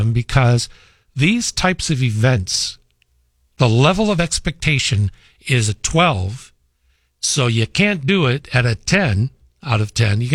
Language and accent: English; Midwest, United States; I grew up in the Midwest.